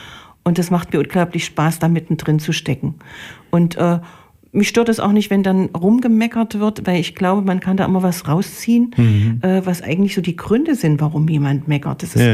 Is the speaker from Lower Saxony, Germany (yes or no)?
no; Saalfeld district, Thuringia, Germany; ich lebe schon sehr lange in diesem Landkreis, über 60 Jahre